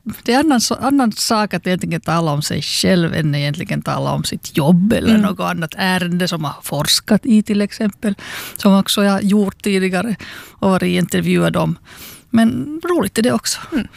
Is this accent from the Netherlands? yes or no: no; Helsinki, Uusimaa, Finland; moved away as an adult; also born or lived in Espoo; now in Turku, Finland; jag är född i Esbo. Uppvuxen i Helsingfors, har flyttat till Åbo när jag var 32 och min son föddes.